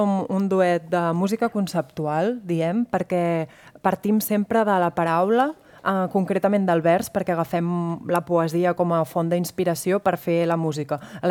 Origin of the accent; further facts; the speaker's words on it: Barcelona, Catalonia, Spain; nosaltres venim de Barcelona i, per tant, a la ciutat, a la pràctica, el català